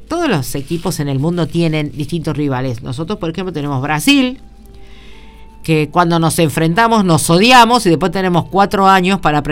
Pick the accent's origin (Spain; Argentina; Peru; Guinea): Argentina